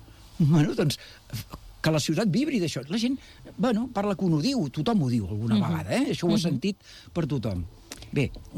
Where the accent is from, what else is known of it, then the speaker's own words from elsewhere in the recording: Badalona, Catalonia, Spain; com a badaloní